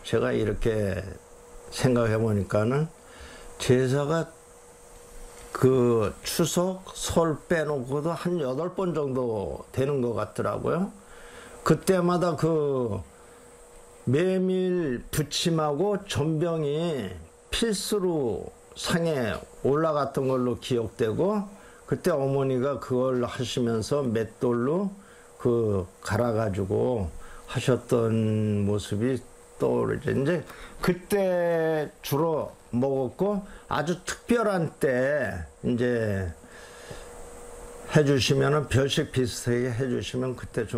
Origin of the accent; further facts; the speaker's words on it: Chuncheon, Gangwon, South Korea; also born or lived in Daegu / Incheon; 전쟁 당시에 대구에서 태어났고 인천을 거쳐서 이제 춘천에서 어려서부터 지금까지 쭉 자라고 있죠.